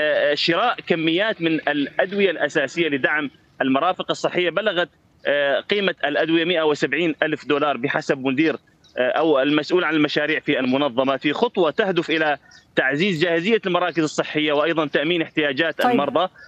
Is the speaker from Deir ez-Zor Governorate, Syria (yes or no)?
yes; Deir ez-Zor, Deir ez-Zor Governorate, Syria; طبعا عندنا في دير الزور